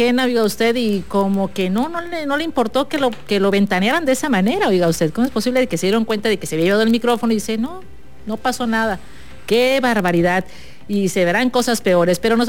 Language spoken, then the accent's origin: Spanish; Magdalena, Sonora, Mexico; born there; Yo nací en Magdalena, Sonora.